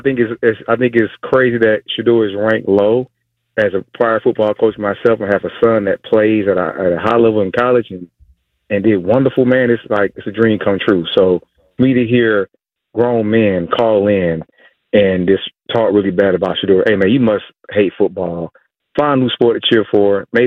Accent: Georgia, United States; You know what? I'm from Georgia, and I think he should be ranked number one

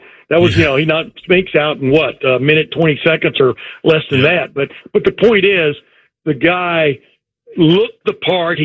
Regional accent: Texas, United States; where I grew up in East Texas, believe it or not.

